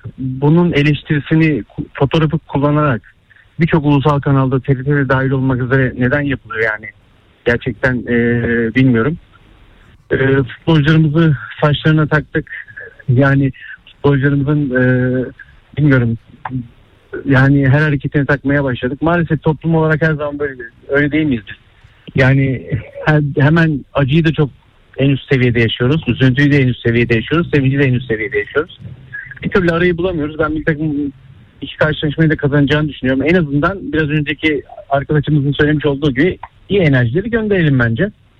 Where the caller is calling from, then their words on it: Istanbul, Turkey; Öncelikle Tayyip, ben İstanbul'dan Fenerbahçeliyim.